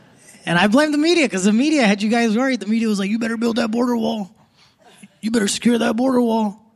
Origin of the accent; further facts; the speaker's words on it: India; born there; I was born in India